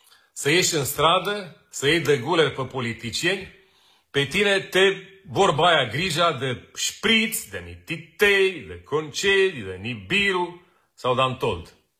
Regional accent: Romania; am ajuns să fim noi românii un popor de struți.

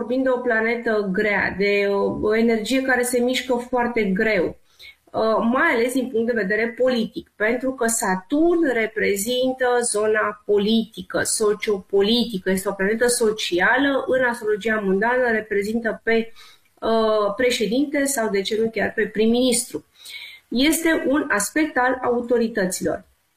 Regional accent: Romania; noi credem, ca și români, că doar în România avem taxe

